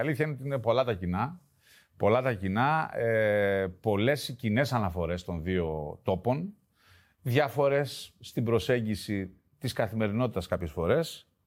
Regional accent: Athens, Attica, Greece; born there; Γεννήθηκα στην Αθήνα.

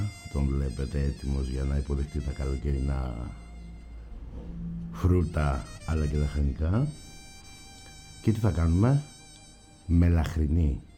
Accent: Thessaly, Greece; και είμαι στα μέρη μου εδώ στη Θεσσαλία, μια γρήγορη στάση στο χωριό.

